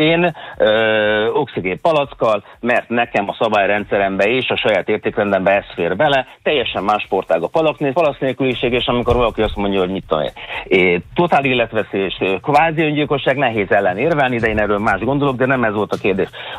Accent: Hungary

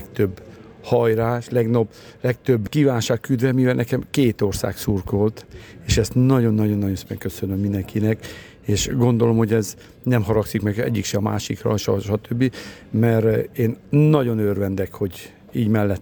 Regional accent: Transylvania, Romania; Én mivel kettős állampolgár vagyok, magyar is vagyok, román is. Ott játszok, ahol felkérnek, ahol játszok, mivel ott élek ki, Erdélybe, igaz, akkor a román bajnokság közele van hozzám.

